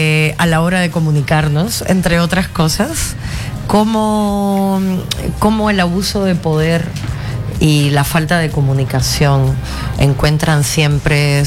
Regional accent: Cuba; now in Peru; Soy cubana.

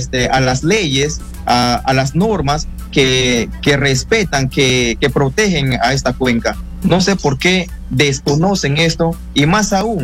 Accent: Loreto, Peru; nuestra comunidad o las comunidades nativas originarias que vivimos más de 100 años en esta cuenca, tenemos el derecho, tenemos el respaldo, somos peruanos.

